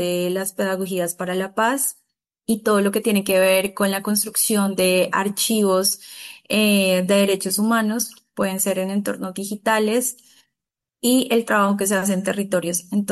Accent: Buenaventura, Valle del Cauca, Colombia; born there; now in Cali, Colombia; nací en Buenaventura y migré a la ciudad de Cali.

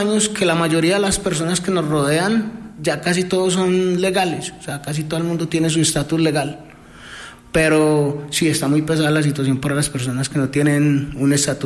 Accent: Colombia; Somos colombianos, pero también somos banda americana, porque la banda nació en Estados Unidos.

